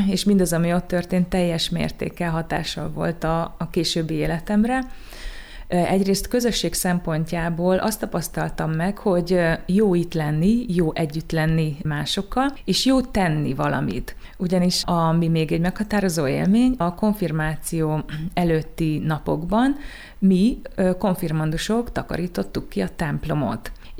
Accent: Transylvania, Romania; ugye Erdélyből származom

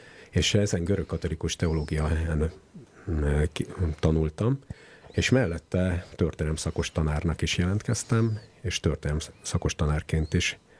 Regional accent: Hegykő, Győr-Moson-Sopron, Hungary; moved away as an adult; also born or lived in Nyíregyháza; én beleszülettem Észak-Nyugat-Magyarországon, Sopron mellett egy pici faluban, egy katolikus közösségbe, ez a kicsi falu Hegykő

